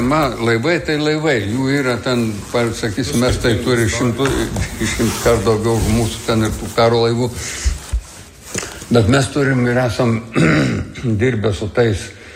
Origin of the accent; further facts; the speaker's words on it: Palanga, Klaipėda County, Lithuania; Nu, kadangi nuo 3 metų amžiaus esu palangiškis, reiškia, tai ir iš tų naujųjų palangiškių kartos, kurie moka plaukti